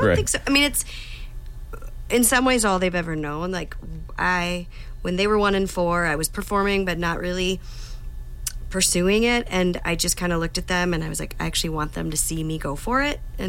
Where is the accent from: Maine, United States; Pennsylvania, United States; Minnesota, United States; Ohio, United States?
Minnesota, United States; I am from Minnesota, just a smidge north of Minneapolis.